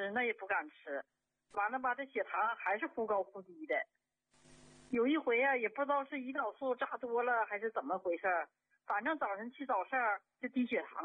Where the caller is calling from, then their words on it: Harbin, Heilongjiang, China; 啊，李老师，我们是哈尔滨这边的。